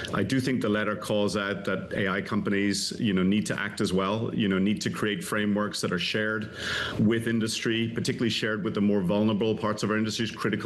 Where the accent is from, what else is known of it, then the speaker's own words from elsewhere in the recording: Ireland; I'm from Ireland